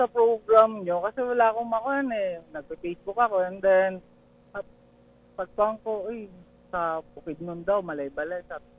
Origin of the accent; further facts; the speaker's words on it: Davao City, Davao del Sur, Philippines; Kasi I'm from Davao City talaga.